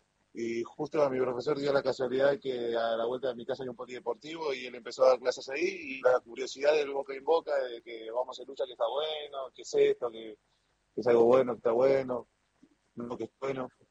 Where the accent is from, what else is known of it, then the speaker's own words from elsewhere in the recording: Buenos Aires, Argentina; Sí, ya estoy de vuelta en Buenos Aires.